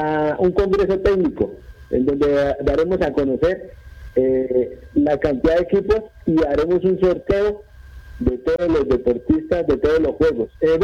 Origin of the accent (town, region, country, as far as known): Colombia